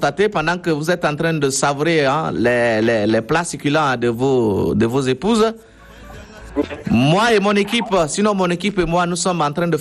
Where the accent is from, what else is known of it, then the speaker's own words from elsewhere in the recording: Chad; En tant que Tchadien.